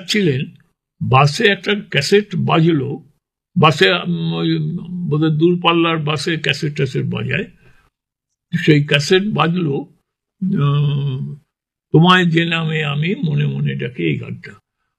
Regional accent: India; তো তখন আমি ইন্ডিয়ান ছাত্র, মানে সানন্দে সাগ্রহে সই করলাম তাড়াতাড়ি করে

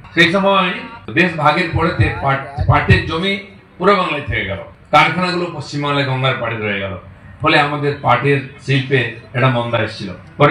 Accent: Medinipur, West Bengal, India; born there; আমি আমার গ্রামে দেখেছি মেদিনীপুরে শন চাষ হতো

